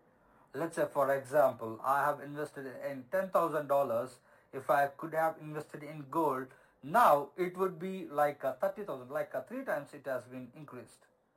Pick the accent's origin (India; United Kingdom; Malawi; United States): India; Ongole, Andhra Pradesh; English is a second language; moved away as an adult; also born or lived in Mysore; in 2018, I got my job and I moved away from Ongole and stayed in Bangalore, in Mysore, which is near to Bangalore, and which is, you know, like 500 kilometers away from Ongole.